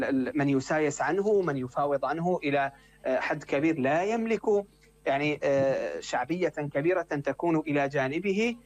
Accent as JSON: {"language": "Arabic", "country": "Syria", "said": "عندنا في سوريا"}